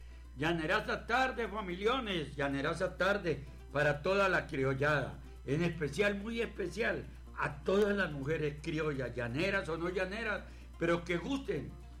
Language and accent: Spanish; Llanos Orientales, Colombia; Eso somos nosotros, la llaneridad que tiene identidad propia en este territorio hermoso que es Colombia